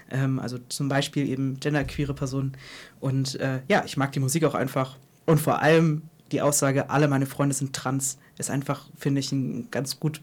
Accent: Erlangen, Bavaria, Germany; Erlangen, deswegen, weil ich tatsächlich hier aufgewachsen bin. Hm. Also ich bin in Steudach geboren, falls das irgendjemandem was sagt. Dann auch eine Weile weg gewesen.

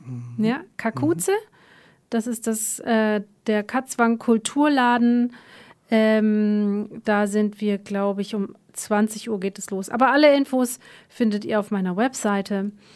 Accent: Neu-Ulm, Bavaria, Germany; Und in meiner Heimat sind wir auch gewesen, in Neu-Ulm. Neu-Ulm liegt genau neben Ulm, also quasi Heimat.

